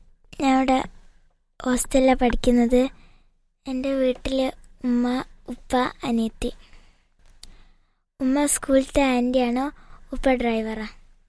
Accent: Koyilandy, Kerala, India; Koyilandy.

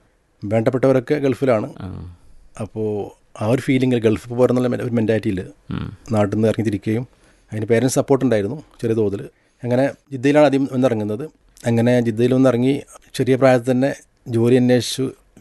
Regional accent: Ozhukur, Kerala, India; moved away as an adult; also born or lived in Jeddah, Saudi Arabia; now in Saudi Arabia; എൻ്റെ സ്വദേശം മലപ്പുറം, കൊണ്ടോട്ടിക്കടുത്ത് ഒഴുകൂർ എന്ന ദേശമാണ്. ഏകദേശം 3 കിലോമീറ്റർ അകലെയാണ് കൊണ്ടോട്ടി നിന്ന്.

